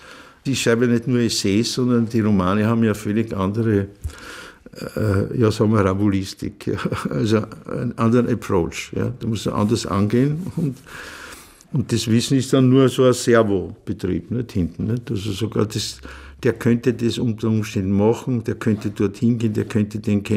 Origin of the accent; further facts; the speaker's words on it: Vienna, Austria; weil wir ja beide Wiener, ja, wie soll man sagen, die Lust am Fantasieren und dass man alles über drei Ecken, also alles metaphorisch ausdrückt und so, das lernt man halt als Kind in Wien, nicht?